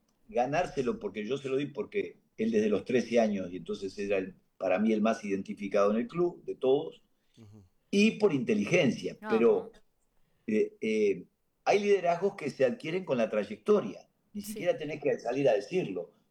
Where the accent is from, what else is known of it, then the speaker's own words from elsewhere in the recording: Uruguay; soy uruguayo, imagínate. No crecí en las Carmelitas descalzas